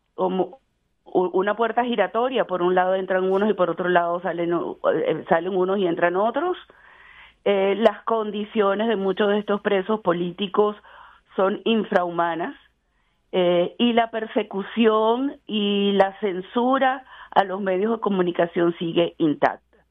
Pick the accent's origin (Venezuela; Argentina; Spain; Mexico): Venezuela; moved away; Incluso nosotros que vivimos por fuera, que somos de la diáspora.